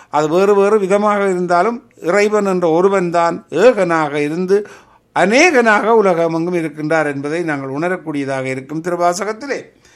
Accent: India; born there; moved away; எங்கள் பிறந்த நாடு ஆன்மீக நாடு இந்தியாவிலே இருந்து நாங்கள் மேல நாடுகளுக்கு வந்தாலும் இன்னும் நாங்கள் ஆன்மீகத்தை பின்பற்றுகிறோம்.

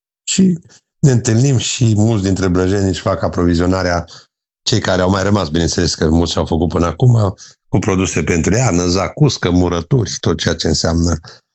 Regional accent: Blaj, Alba County, Romania; municipiul nostru are doar 20.000 de locuitori, nu suntem foarte mari.

